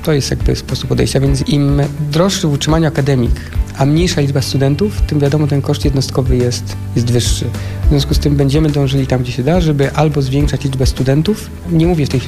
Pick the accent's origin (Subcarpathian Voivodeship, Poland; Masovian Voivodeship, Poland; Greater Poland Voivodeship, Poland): Greater Poland Voivodeship, Poland; Poznań; born or raised there